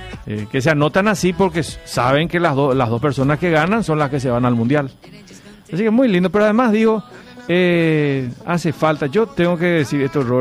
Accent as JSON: {"language": "Spanish", "country": "Paraguay", "said": "Como paraguayos que somos."}